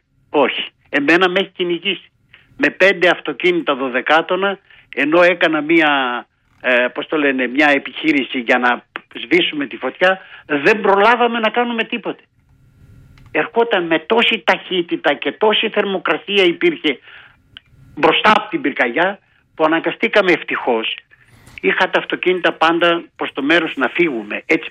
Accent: Kilkis, Central Macedonia, Greece; now in Athens, Greece; Είμαι στο χωριό μου, στο Κλικής, λέγεται Ειρηνικό το χωριό.

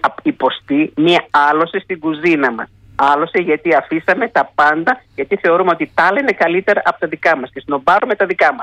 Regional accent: Macedonia, Greece; Άλλο εμείς εδώ στη Μακεδονία έχουμε

